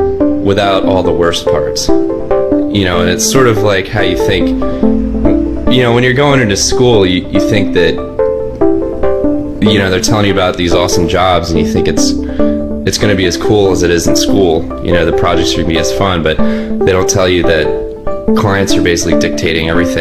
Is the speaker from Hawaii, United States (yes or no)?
no; Delaware, United States; I grew up in Delaware, which is a big chemical sort of powerhouse